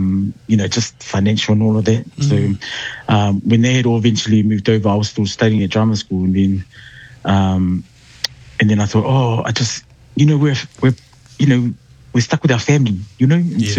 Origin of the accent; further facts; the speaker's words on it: Aunu'u, Eastern District, American Samoa; and I come from the mighty villages of Lutu Anu'u